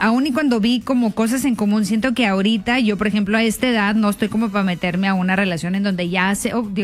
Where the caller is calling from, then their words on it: Mexico; si soy mexicana y luego mayor